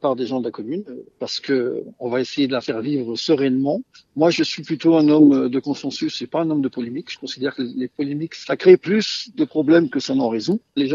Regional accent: Mont-Saint-Jean, France; born there; Moi, je suis né à Mont-Saint-Jean il y a 64 ans. J'ai fait une carrière un peu partout en France, voire au niveau international.

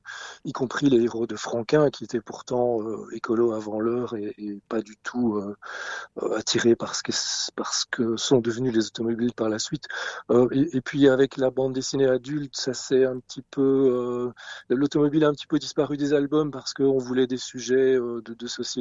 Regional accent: Belgium; Alors moi, en tant que Belge, nous, notre lucarne vers les 24 heures du Mans, c'était Jacques X, bien sûr, puisque moi, j'étais gamin dans les années 70-80

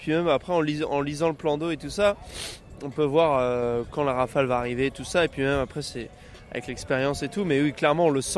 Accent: La Baule, Pays de la Loire, France; Moi, je suis originaire du Pays de la Loire, de La Baule.

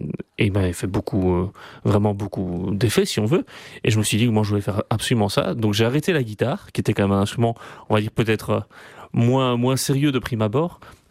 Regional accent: Brussels, Brussels-Capital Region, Belgium; C'était organiste titulaire de la cathédrale de Bruxelles, moi je suis bruxellois

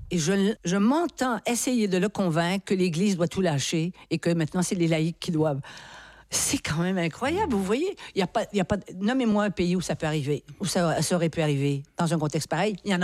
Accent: Quebec, Canada

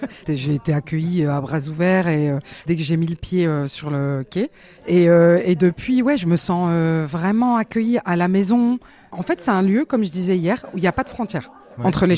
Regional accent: Grand Est, France; born there; moved away; also born or lived in London; je suis originaire de Belfort et Strasbourg à la fois.

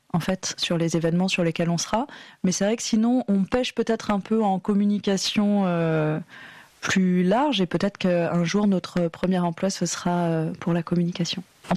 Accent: Glanges, Nouvelle-Aquitaine, France

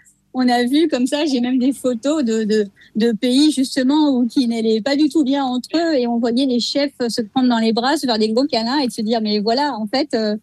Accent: Paris, Île-de-France, France; D'abord, en fait, moi, je suis parisienne.

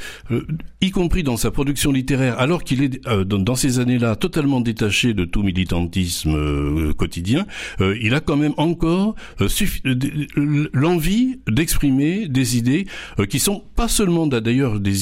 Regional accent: Provence-Alpes-Côte d'Azur, France; Moi, je suis des Alpes du Sud, hein, donc assez loin de l'Hérault, où c'est toujours la même langue.

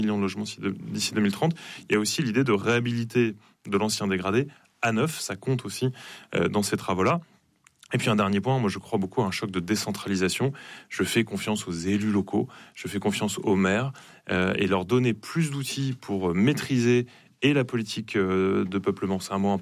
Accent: France; Moi, je suis un enfant du logement social. J'ai grandi justement dans Bar HLM, dans la ville dont j'ai eu la chance d'être maire plus tard.

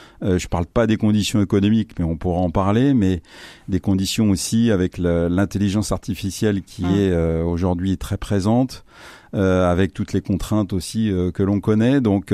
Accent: Normandy, France; je suis normand, j'ai 59 ans

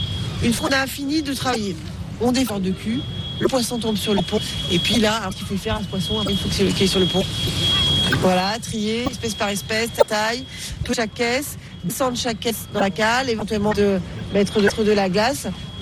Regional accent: Brittany, France; On dit bao, sinon chez nous en Bretagne.

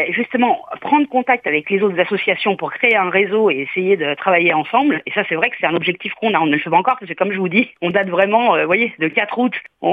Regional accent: Ajaccio, Corsica, France; Alors c'est vrai que pour l'instant, nous, on est tous des Ajacciens, ou sur le secteur d'Ajaccio, vous voyez, de la CAPA ou du secteur.

